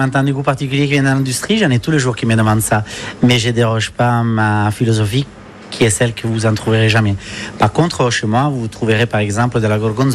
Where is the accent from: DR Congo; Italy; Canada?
Italy; accent: Italian; French is a second language; moved away as an adult; now in La Ciotat, France; c'est un accent italien en effet. Moi je suis italien de naissance, j'ai grandi en Italie, j'ai jusqu'à mes 21 ans dans mon pays natal et depuis 2007 vraiment de manière stable à la Ciotat. Donc oui, je suis quand même un vrai ciotadin d'adoption.